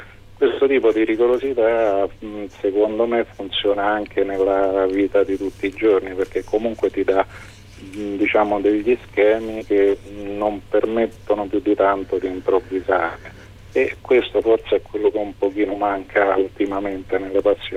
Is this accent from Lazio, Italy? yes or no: yes; Rome, Lazio, Italy; nato e cresciuto a Roma